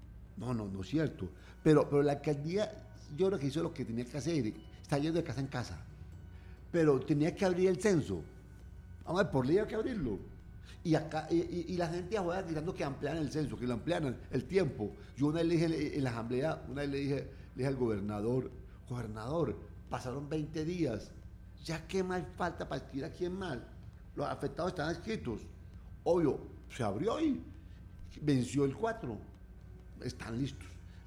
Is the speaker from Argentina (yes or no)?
no; Pereira, Risaralda, Colombia